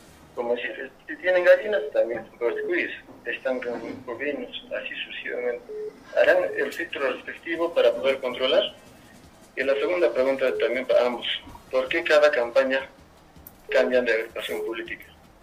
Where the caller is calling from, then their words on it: Apurímac, Peru; Desde Choaquere.